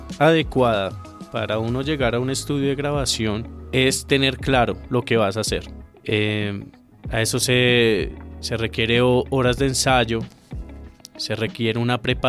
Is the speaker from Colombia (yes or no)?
yes; Bogotá, Colombia; also born or lived in the Caribbean coast of Colombia; mi familia es de la costa. Yo nací en la costa, pero me crié acá en Bogotá.